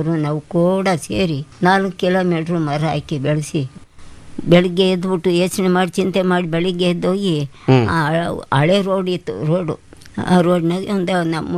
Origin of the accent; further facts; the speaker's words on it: Hosahalli, Karnataka, India; ಗುಬ್ಬಿ ಹೊಸಳ್ಳಿ ತಾಲೂಕಿನಲ್ಲಿ ನಾವು ಹುಟ್ಟಿ ಬೆಳೆದಿದ್ದು.